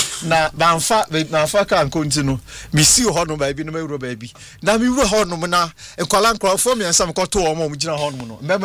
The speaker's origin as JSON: {"language": "English", "country": "South Africa", "said": "as a South African so me see obey people are not narrating the narrative tells us how they live and the way they do things."}